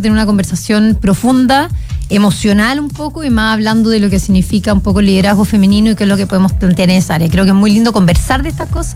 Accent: Chile; nosotros como chilenos

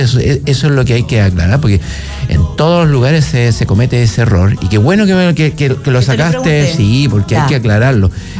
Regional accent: Chile

